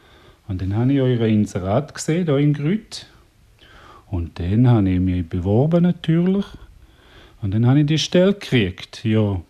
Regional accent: Graubünden, Switzerland; accent: Bündner; first language Romansh; German is a second language; now in Zurich, Switzerland; Vielleicht merkt man noch, ich bin ein Bündner. Bin in Graubünden aufgewachsen. Meine Muttersprache ist Rätoromanisch. Das ist so. Ja. Bin aber seit knapp 23 Jahren hier in Zürich.

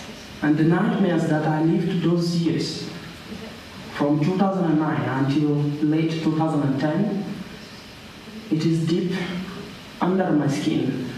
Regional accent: South Sudan; born there; When I was born in South Sudan, from the stories that my father told me, it was a struggle between the North and the South

